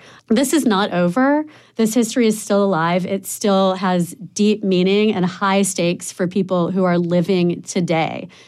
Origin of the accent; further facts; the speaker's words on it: Wilmington, North Carolina, United States; I mean, I grew up here in Wilmington, I should say.